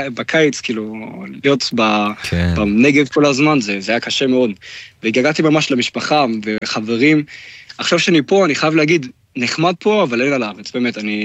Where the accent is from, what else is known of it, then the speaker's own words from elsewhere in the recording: Germany; Hebrew is a second language; moved away as an adult; now in Israel; גדלתי בגרמניה, בנוחות ולהיות לא בטוח בגרמניה, אז כן, וגם זה אחד, ושתיים, גדלתי בבית ציוני מאוד